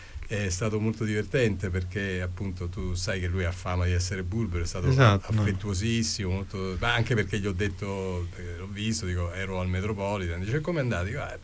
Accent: Rome, Lazio, Italy; born there; Perché io ho 46 cromosomi siciliani, però sono nato a Roma.

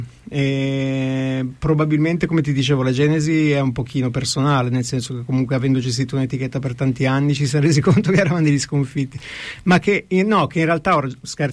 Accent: Genoa, Liguria, Italy; now in Rome, Italy; essendo genovese, un genovese sarà sempre, sarà sempre, come si dice, intorno a Genova anche quando non lo è

